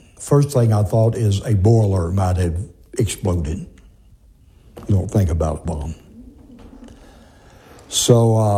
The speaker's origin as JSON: {"language": "English", "region": "Arkansas", "country": "United States", "moved": "yes", "said": "I'm from Arkansas."}